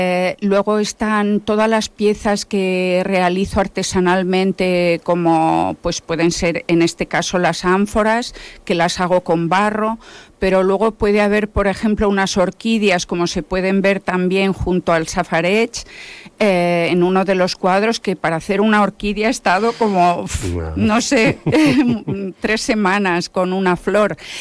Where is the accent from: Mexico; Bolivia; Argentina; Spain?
Spain; Ibiza, Balearic Islands; Que bueno, está un poquito lejos para los que somos de Vila.